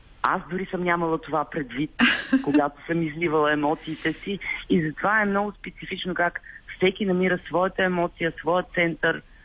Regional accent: Burgas, Burgas Province, Bulgaria; born or raised there; moved away

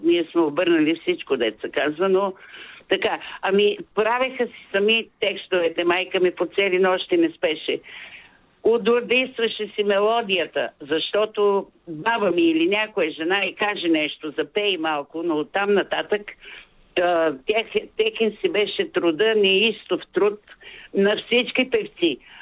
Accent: Plovdiv, Plovdiv Province, Bulgaria; born there; Ние сме родени сестра ми в Пловдив. Баща ми беше кореняк пловдивчанин.

